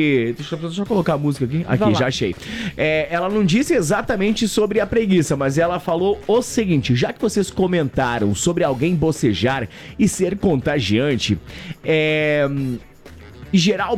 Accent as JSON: {"language": "Portuguese", "town": "Coronel Freitas", "region": "Santa Catarina", "country": "Brazil", "said": "lá na minha cidade, em Coronel Freitas."}